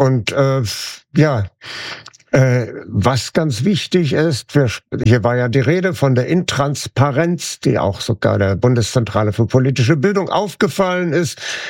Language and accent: German; Flensburg, Schleswig-Holstein, Germany; sein Wohnort ist ja Flensburg, meine Heimatstadt, welch eine Schande.